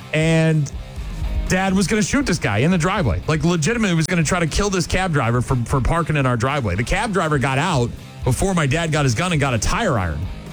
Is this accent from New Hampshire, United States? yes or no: yes; Nashua, New Hampshire, United States; our home that I grew up in on Syracuse Road in Nashua, New Hampshire